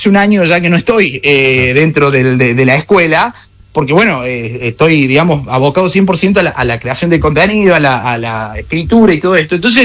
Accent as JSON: {"language": "Spanish", "region": "Córdoba", "country": "Argentina", "said": "Sí, pero que los cordobeses tenemos ahí"}